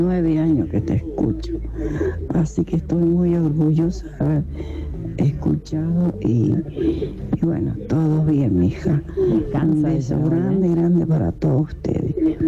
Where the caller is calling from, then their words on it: Puerto Santa Cruz, Santa Cruz, Argentina; de acá de Puerto Santa Cruz, provincia de Santa Cruz.